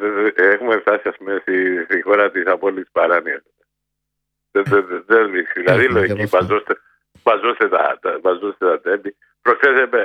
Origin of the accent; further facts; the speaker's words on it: Kokkinia, Attica, Greece; born there; Εγώ γεννήθηκα στην Κοκκινιά, από εργάτε.